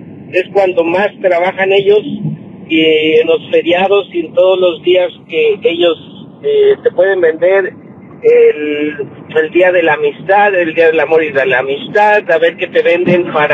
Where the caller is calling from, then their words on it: United States; acá en Estados Unidos